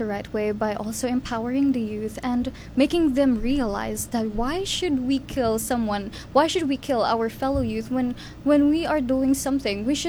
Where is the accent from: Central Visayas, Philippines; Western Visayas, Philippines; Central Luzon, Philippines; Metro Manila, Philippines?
Western Visayas, Philippines; Cadiz; I am from Barangay Zone 6, Cadiz City.